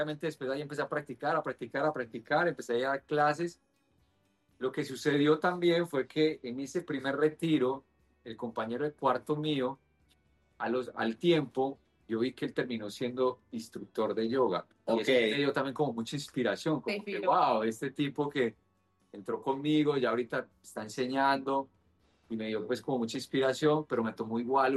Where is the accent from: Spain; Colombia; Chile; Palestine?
Colombia; Medellín, Antioquia; moved away; originariamente yo soy de Medellín, tengo 40 años actualmente